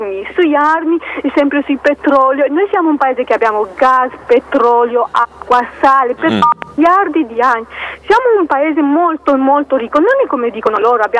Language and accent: Italian; Romania; Italian is a second language; No, assolutamente, io sono dalla Romania e vi posso dire che Romania è il paese più ricco dall'Unione Europea